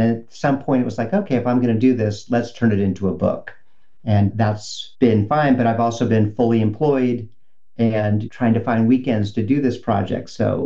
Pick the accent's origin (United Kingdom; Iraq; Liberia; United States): United States; St. Louis, Missouri; born there; I was born in St. Louis, Missouri in 1965.